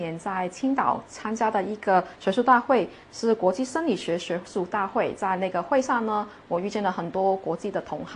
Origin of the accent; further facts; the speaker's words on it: Macau; 是澳门人。